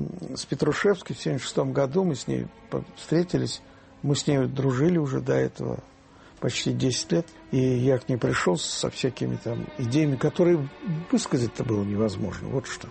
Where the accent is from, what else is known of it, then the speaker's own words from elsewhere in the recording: Moscow, Russia; я вырос в Марьиной Роще, что я жил в достаточно бедной атмосфере по всем координатам. И дома были все обшарпанные, серые, коммуналки.